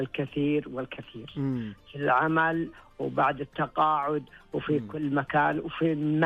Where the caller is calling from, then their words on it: Riyadh, Riyadh Province, Saudi Arabia; من الرياض.